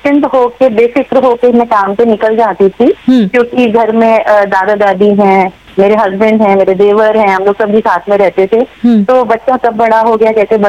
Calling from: Raipur, Chhattisgarh, India; सोनाली जी, मैं यहाँ रायपुर छत्तीसगढ़ से हूँ जैसा कि मैंने बताया

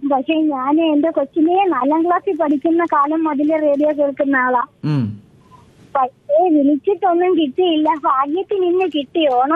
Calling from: Pathanapuram, Kerala, India; Pathanapuram.

